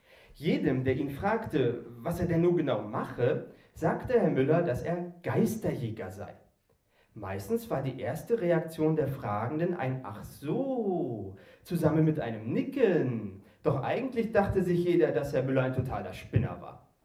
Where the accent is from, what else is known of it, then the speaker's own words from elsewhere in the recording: Erfurt, Thuringia, Germany; also born or lived in Greifswald; Ich komme ja eigentlich aus Erfurt und war früher mal hier in Greifswald